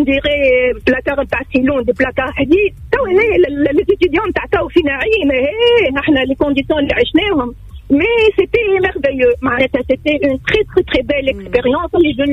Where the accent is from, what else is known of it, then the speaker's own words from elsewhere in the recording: Nabeul, Nabeul Governorate, Tunisia; moved away as an adult; خاطر انا جافي 18 ans وقت اللي خرجت انا من نابل دونك كي مشيت للمسكين ما كنت صغيره